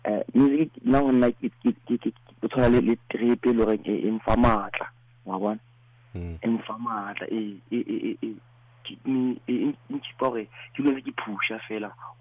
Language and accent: English; Botshabelo, Free State, South Africa; I'm from Botshabelo. I'm a songwriter, I'm a performing artist, I'm a pianist.